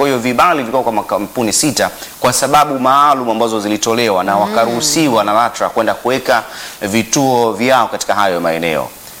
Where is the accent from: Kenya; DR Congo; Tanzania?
Tanzania; Songea, Ruvuma; Kule kwetu Songea tumekula sana makaba, yametukuza.